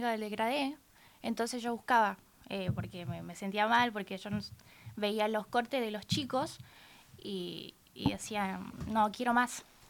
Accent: Las Lomitas, Formosa, Argentina; moved away as an adult; Porque yo soy de Formosa.

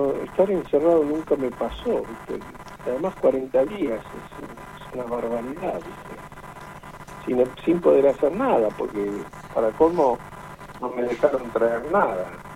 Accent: Carmen de Areco, Buenos Aires Province, Argentina; Carmen de Areco.

